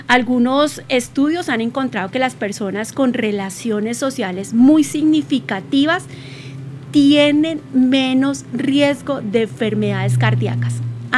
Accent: Bogotá, Colombia; desde Bogotá, desde mi tierra

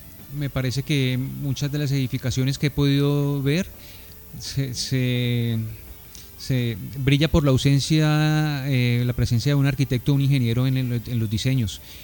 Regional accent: Colombia; Yo soy del sector de Cuarto de Legua y el parque en las mañanas es un sitio muy especial donde nos reunimos la comunidad

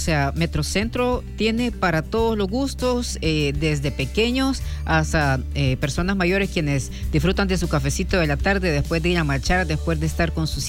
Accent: El Salvador

